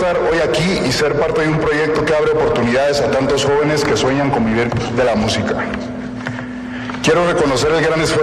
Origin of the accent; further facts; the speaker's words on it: Ciudad Nezahualcóyotl, State of Mexico, Mexico; Yo vengo de Ciudad Nezahualcóyotl, Estado de México. Soy de un lugar donde la música, el esfuerzo y los sueños nacen en las calles, en las colonias y en los barrios.